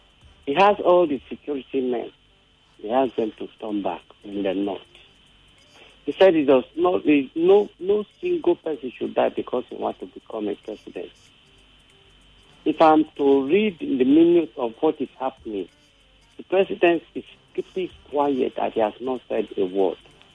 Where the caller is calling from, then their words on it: Mowe, Ogun, Nigeria; from Mowe.